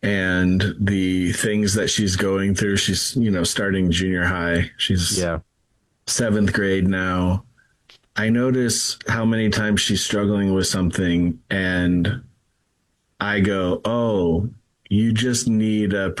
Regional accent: Los Angeles, California, United States; born there; I grew up driving in Southern California and in Los Angeles.

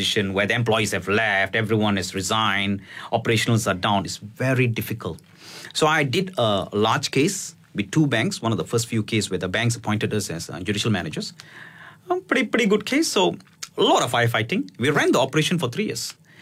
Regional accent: Malaysia; we as Malaysian

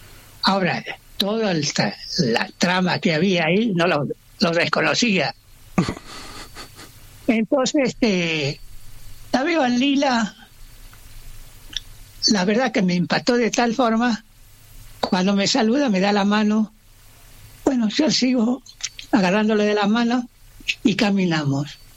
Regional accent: La Aurora, Santiago del Estero, Argentina; born there; Yo nací en la Aurora, provincia de Santiago del Estero.

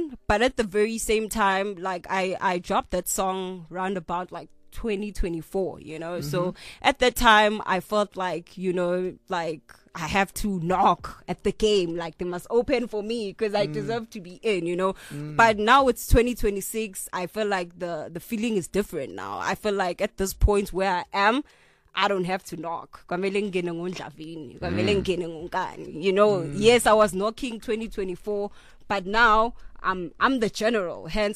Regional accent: Soweto, Gauteng, South Africa; a young girl from Snake Park

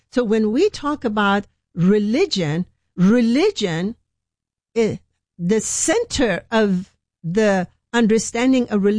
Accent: Iran; English is a second language; moved away as an adult; when I grew up in Iran and I was a Muslim, I honestly, I just thought entire first 21 years of my life in Iran

